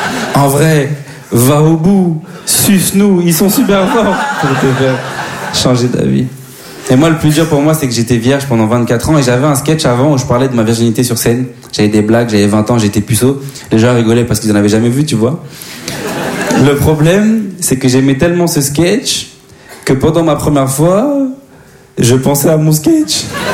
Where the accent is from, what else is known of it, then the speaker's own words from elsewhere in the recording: DR Congo; Eh, hey, moi, je suis congolais, hein. On aime les femmes, mais on préfère les vêtements.